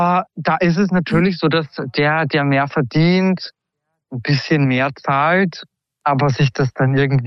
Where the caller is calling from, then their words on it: St. Pölten, Lower Austria, Austria; ich komme aus St. Pölten.